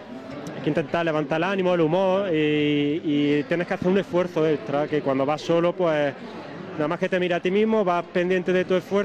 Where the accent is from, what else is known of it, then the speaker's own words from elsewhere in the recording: Andalusia, Spain; Somos de Bermad, de un pueblo de la provincia de Jaén. Tenemos un club de atletismo allí y decidimos este año venir a intentarlo. Así que, pueblo pequeñito, de unos 2.600 habitantes.